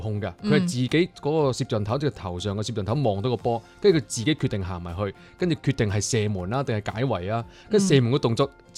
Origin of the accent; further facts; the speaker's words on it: Guangdong, China; 我作為一個廣東人